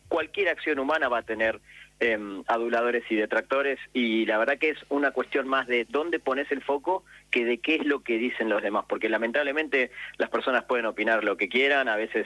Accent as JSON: {"language": "Spanish", "country": "Argentina", "said": "Me parece que ese es uno de los valores más importantes que nosotros, en el mes del Mundial como argentinos, tenemos que rescatar siempre."}